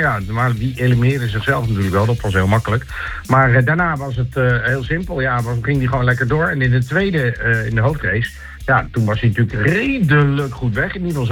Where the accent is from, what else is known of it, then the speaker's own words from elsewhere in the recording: Netherlands; voor ons als Nederlanders